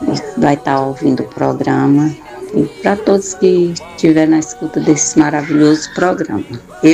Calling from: Imperatriz, Maranhão, Brazil; de Imperatriz do Maranhão.

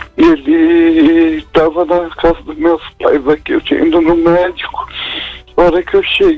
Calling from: São Paulo, Brazil; São Paulo, capital.

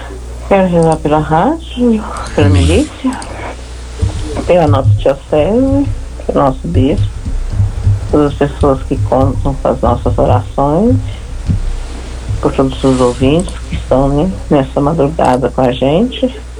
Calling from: Divinópolis, Minas Gerais, Brazil; De Venópolis.

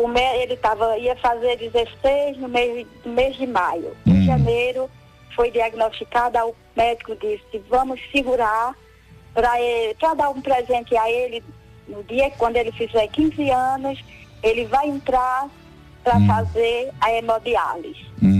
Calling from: Caruaru, Pernambuco, Brazil; Eu falo de Caruaru, Pernambuco.

